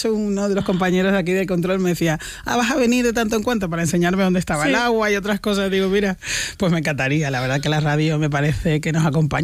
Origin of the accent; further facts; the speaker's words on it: Canary Islands, Spain; accent: Canarian; also born or lived in Córdoba; Yo es que me siento muy canaria. Cordobesa también